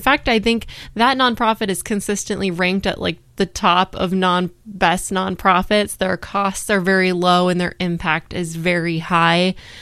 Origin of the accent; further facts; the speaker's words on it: Iowa, United States; Her nonprofit Imagination Library has had a big impact on my hometown here in the state of Iowa.